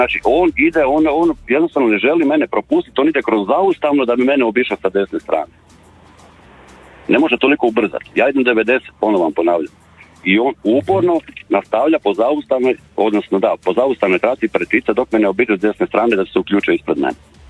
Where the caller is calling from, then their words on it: Rijeka, Primorje-Gorski Kotar County, Croatia; iz Rijeke sam, vozim u Zagrebu za Zagrebačku tvrtku